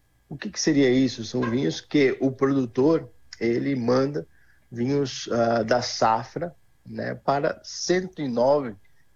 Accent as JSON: {"language": "Portuguese", "region": "Rio Grande do Sul", "country": "Brazil", "said": "nós mesmos aqui, como gaúchos"}